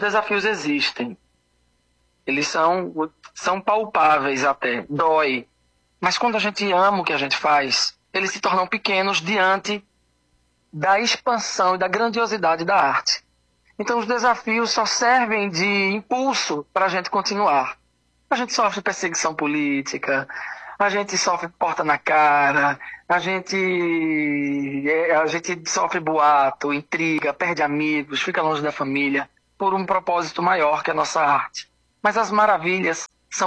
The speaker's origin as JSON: {"language": "Portuguese", "town": "Altinho", "region": "Pernambuco", "country": "Brazil", "tie": "born or raised there", "said": "e eu em Altinho, nasci em Altinho, né, no interior de Pernambuco."}